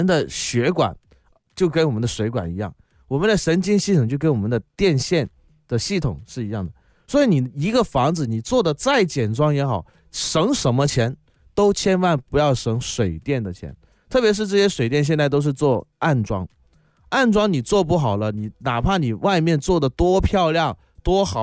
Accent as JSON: {"language": "Chinese", "region": "Guangdong", "country": "China", "said": "我们广东话的偷街"}